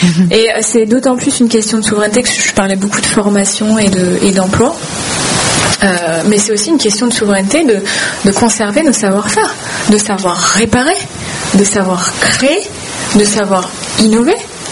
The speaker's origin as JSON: {"language": "French", "region": "Brittany", "country": "France", "tie": "born or raised there", "said": "J'ai grandi en Bretagne"}